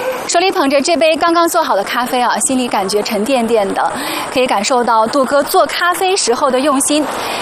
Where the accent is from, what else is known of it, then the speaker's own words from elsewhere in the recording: Beijing, China; 就是咱们北京人帮助这对父子的默默的方式